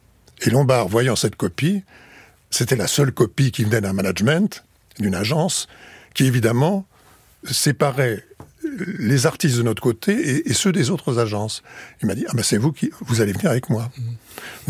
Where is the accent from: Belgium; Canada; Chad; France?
France; Paris, Île-de-France; moi je suis parisien, j'ai jamais quitté Paris, j'ai 30 ans, ça m'étonnerait que je me fasse à la vie en région